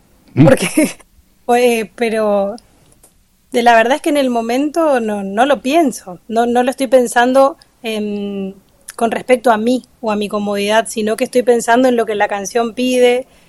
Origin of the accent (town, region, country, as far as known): Chaco, Argentina; now in Buenos Aires, Argentina